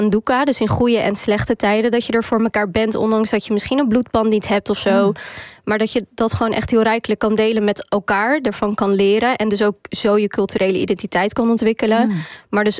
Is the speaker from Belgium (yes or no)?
no; Capelle aan den IJssel, South Holland, Netherlands; Ik ben opgegroeid in de Molukse wijk in Capelle. Mm. En dat is voor mij echt wel de plek geweest waar ik mijn culturele identiteit als Molukse heb kunnen vormen.